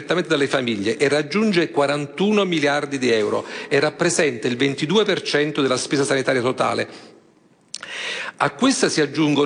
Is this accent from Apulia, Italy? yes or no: no; Naples, Campania, Italy; vengo da Napoli, sono professore universitario presso la facoltà Federico II